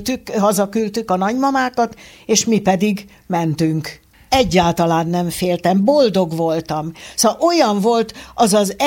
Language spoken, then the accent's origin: Hungarian; Hungary; Na de hát miért? Hát én magyar vagyok. Engem itt fölvettek az egyetemre. Én egyetemista vagyok.